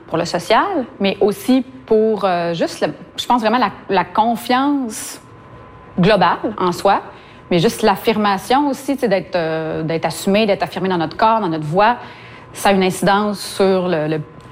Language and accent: French; Quebec, Canada; on est Québécois